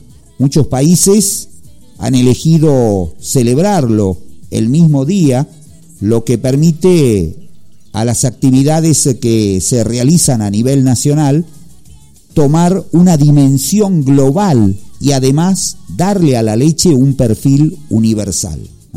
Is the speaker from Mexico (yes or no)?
no; Argentina